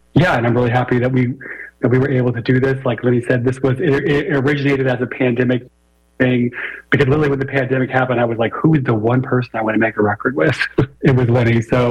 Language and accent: English; Missouri, United States; also born or lived in New York; now in Paris, France; Yeah, I'm originally from Missouri, and my father is a musician and music teacher, and I studied music and then also made the move to New York